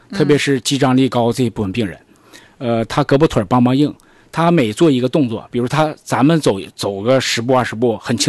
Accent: Northeast China, China

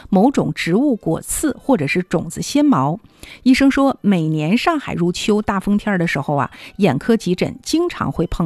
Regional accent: Harbin, Heilongjiang, China; 我们哈尔滨人

